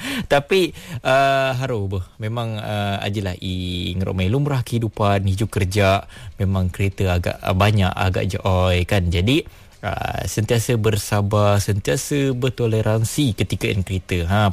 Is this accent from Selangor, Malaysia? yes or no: no; Perak, Malaysia; Saya orang Perak Semai ya.